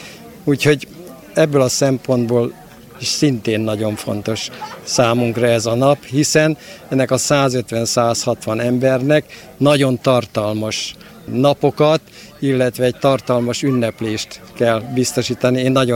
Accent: Sárospatak, Borsod-Abaúj-Zemplén, Hungary; born there; mi úgy nőttünk föl, mint egy asszimilálódott közösség, tehát Sárospatakhoz nagyon szorosan hozzátartozóan

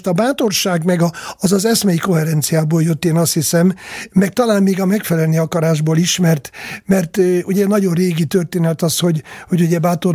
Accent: Hungary; born there; külvárosban nőttem föl, ilyen angyalföldhöz hasonló, erősen angyalföldszerű külvárosban, ennek megfelelő körítéssel.

